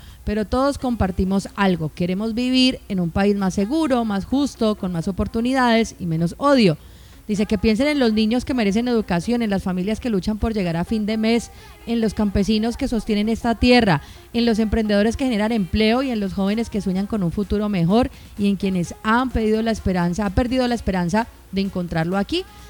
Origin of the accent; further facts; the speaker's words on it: Colombia; gobiernan nuestro país.